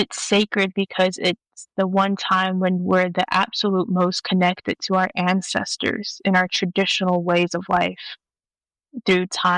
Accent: Acoma Pueblo, New Mexico, United States; So I'm from the Acoma Pueblo tribe, and that is in between Grants, New Mexico, and Albuquerque, the main city.

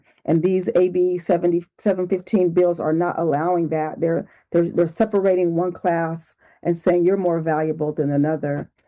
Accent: Oakland, California, United States; as a 54-year-old woman who, you know, was born and raised in Oakland, graduated from Oakland High School, has worked in Oakland and other school systems in the Bay Area

